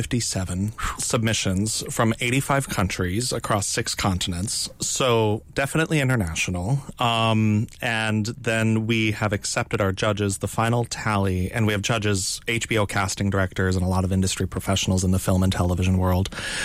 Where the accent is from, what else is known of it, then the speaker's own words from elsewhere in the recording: Upper Peninsula, Michigan, United States; moved away; to be able to play it now for my hometown audience on my hometown stage